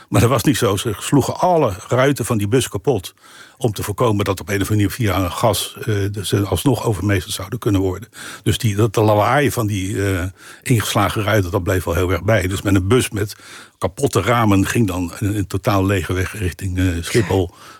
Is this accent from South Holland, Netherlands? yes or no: yes; The Hague, South Holland, Netherlands; Een van de mooiste stukjes van Den Haag, kan ik als Hagenaar zeggen.